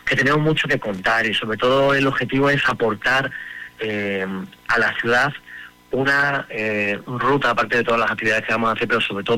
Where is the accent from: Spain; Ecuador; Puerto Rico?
Spain; Extremadura; hablar de lo que más me gusta, del flamenco de mi tierra, de estos jaleos extremeños.